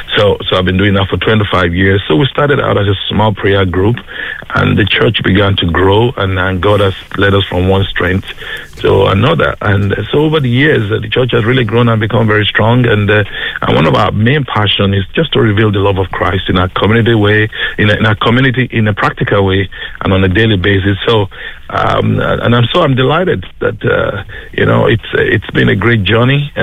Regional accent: Nigeria; now in Ireland; I'm originally from Nigeria, and my wife, she's from Tipperary. I came over to Ireland about 20.

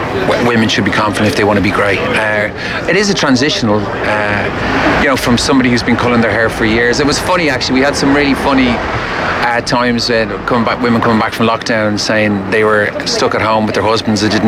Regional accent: Ireland; We're Irish, we're more pasty than sallow

